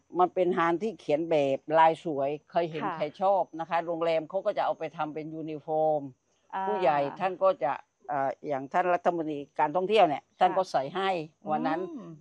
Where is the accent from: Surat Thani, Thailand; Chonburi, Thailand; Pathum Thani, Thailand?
Surat Thani, Thailand; Ko Samui; หนึ่งก็คือมันก็เป็นความภาคภูมิใจนะว่าเราก็เป็นคนเกาะสมุยดั้งเดิมแล้วเราก็อยู่ในพื้นที่ที่มันเป็นอันดับโลกใช่ไหม